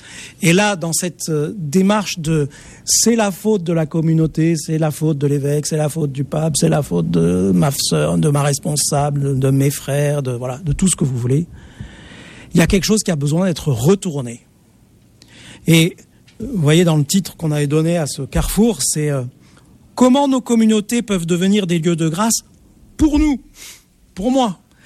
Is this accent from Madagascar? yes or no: no; Marseille, Provence-Alpes-Côte d'Azur, France; Je suis de Marseille, alors c'est mes références.